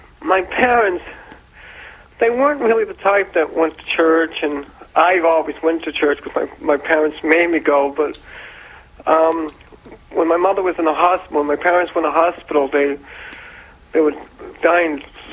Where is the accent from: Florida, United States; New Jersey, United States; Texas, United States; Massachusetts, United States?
Massachusetts, United States; Boston; I'm from Boston.